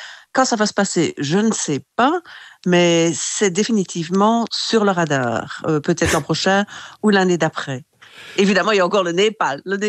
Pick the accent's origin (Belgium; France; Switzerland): Belgium; Seraing, Wallonia; now in Australia; Ben oui, la Belgique, c'est spécial. Hein. Il y a une chaleur incroyable là-bas. Les gens sont chaleureux.